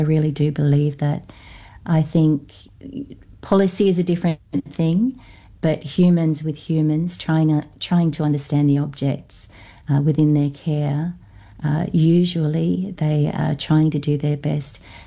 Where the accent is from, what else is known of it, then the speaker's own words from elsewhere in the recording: Norfolk Island; accent: Australian-influenced Norfolk Island; as you can hear from my accent, we are more influenced by Australia and that way of speaking. We have very old Tahitian words in our language